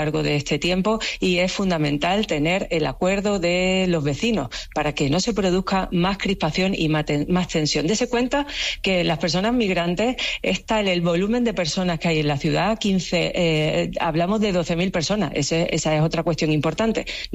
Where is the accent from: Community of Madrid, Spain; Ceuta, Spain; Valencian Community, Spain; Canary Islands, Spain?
Ceuta, Spain; Yo sinceramente creo que España, como país, yo como española, como ceutí, como europea, pido que se desplieguen todos los medios necesarios del Estado.